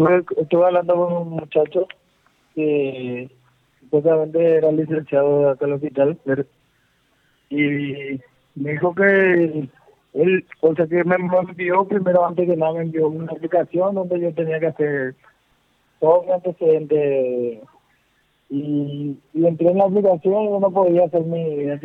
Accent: Cordillera, Paraguay; now in Pedro Juan Caballero, Paraguay; No sé, soy de Cordillera, pero estoy viviendo acá hace 3 años.

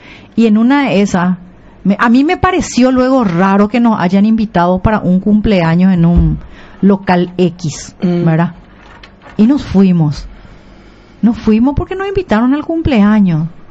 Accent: Paraguay

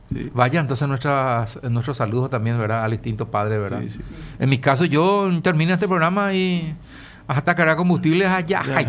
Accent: Paraguay

